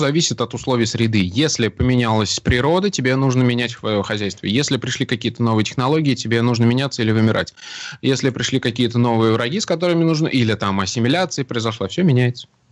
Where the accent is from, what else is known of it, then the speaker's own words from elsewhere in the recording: Samara, Samara Oblast, Russia; now in Moscow, Russia; Я родом из Самары, но уже достаточно давно проживу в Москве, поэтому у меня это вырывается иногда.